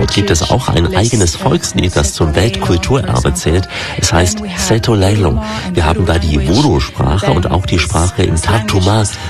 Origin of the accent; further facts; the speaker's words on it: Chemnitz, Saxony, Germany; Tartu wie auch meine Heimatstadt Chemnitz können ja nur profitieren